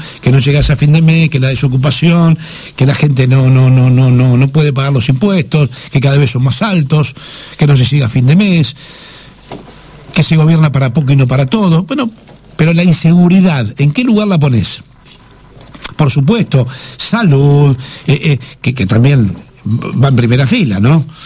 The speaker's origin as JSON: {"language": "Spanish", "country": "Argentina"}